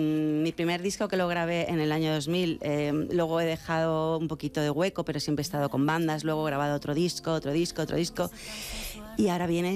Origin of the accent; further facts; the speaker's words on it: Madrid, Community of Madrid, Spain; es la plaza donde yo compraba de pequeña en el mercadillo con mi madre.